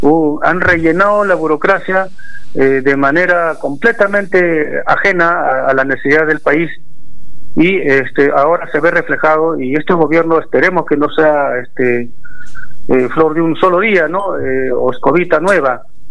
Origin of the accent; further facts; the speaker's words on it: Peru; nosotros como peruanos.